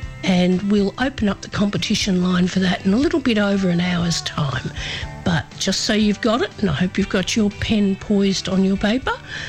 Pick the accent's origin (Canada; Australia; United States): Australia; Horsham, Victoria; broadcasting from my hometown of Horsham in Western Victoria.